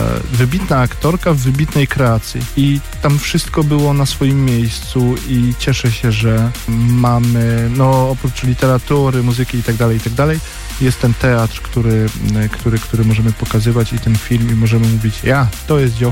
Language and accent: Polish; Silesian Voivodeship, Poland; jesteśmy dumni z tego, że jesteśmy stąd.